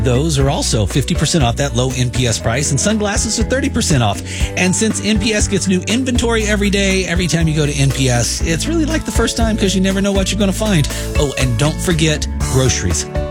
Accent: Kansas, United States; I'm just blonded from Kansas. What do I know?

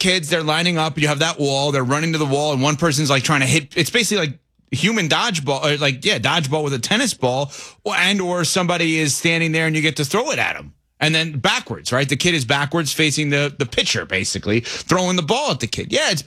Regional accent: Westchester, New York, United States; But we both grew up in New York, CC

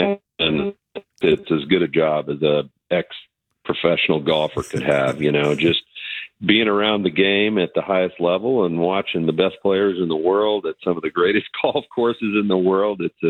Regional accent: Oneida, United States; we both my brother and I grew up there in Oneida, just outside of Oneida there.

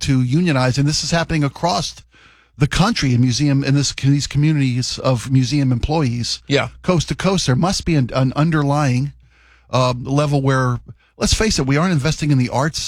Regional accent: Baltimore, Maryland, United States; I was raised in the Baltimore area

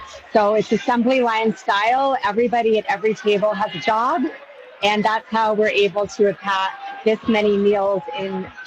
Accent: New York, United States; now in Utah, United States; as a New Yorker who was still there on September 11th

